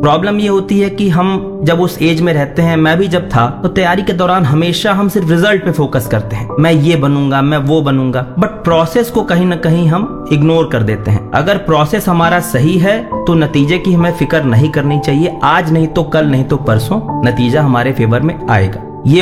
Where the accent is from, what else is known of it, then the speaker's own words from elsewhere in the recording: Azamgarh, Uttar Pradesh, India; born there; और पैदाइश की अगर बात करें तो आजमगढ़ जिले में मेरी पैदाइश हुई थी।